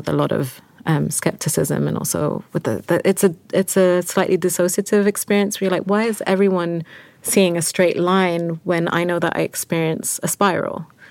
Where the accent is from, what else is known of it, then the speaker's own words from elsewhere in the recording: London, United Kingdom; I grew up in London in the 90s in South London at a time where there was a sort of myth of the multicultural London.